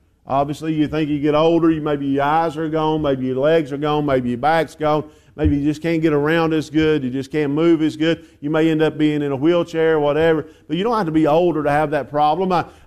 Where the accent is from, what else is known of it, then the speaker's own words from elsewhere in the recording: Spruce Pine, North Carolina, United States; from Spruce Pine. That's who I am.